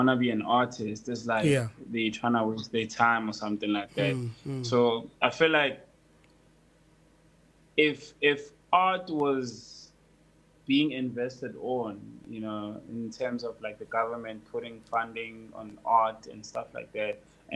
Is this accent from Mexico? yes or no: no; Durban, KwaZulu-Natal, South Africa; my background from the hood. I'm from Durban.